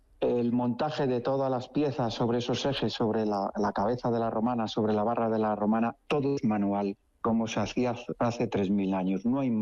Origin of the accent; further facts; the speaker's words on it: Salamanca, Castile and León, Spain; la dehesa salmantina de mi tierra